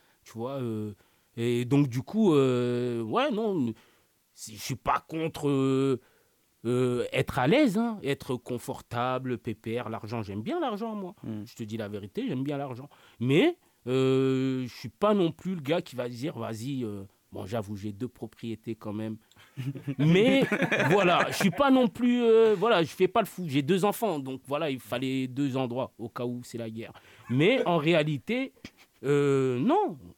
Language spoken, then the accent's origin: French; France; born there; je suis né en France, je me sens français.